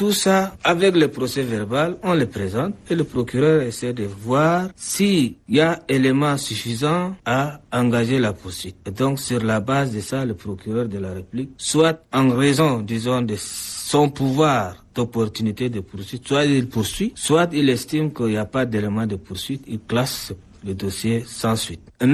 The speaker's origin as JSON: {"language": "French", "country": "Chad", "said": "Par exemple, chez nous au Tchad, dans la plupart des cas, on a ce qu'on appelle nos chefs de race et autres qui se réunissent quand il y a une infraction"}